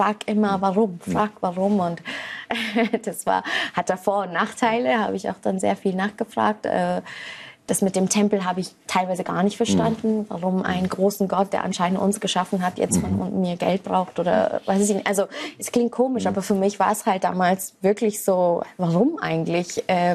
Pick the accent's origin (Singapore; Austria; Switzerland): Singapore; Ich bin ja aus Singapur und da haben wir unser eigener Hinduismus, würde ich sagen.